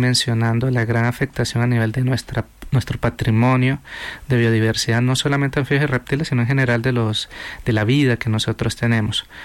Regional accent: Colombia; Nosotros en Colombia

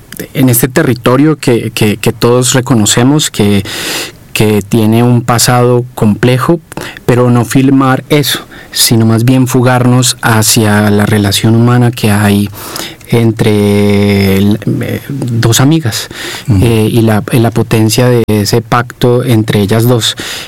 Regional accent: Colombia

